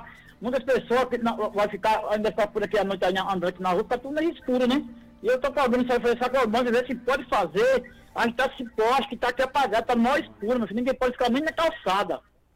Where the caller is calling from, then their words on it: Santa Rita, Paraíba, Brazil